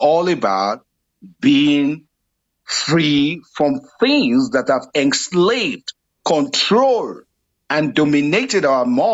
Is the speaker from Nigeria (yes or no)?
yes; Nigeria; now in Australia; Okay, I'm originally from Nigeria.